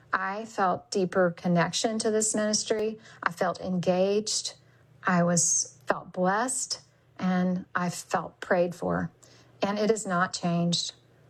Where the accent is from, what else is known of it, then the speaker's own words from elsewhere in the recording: Texas, United States; I'm from Texas.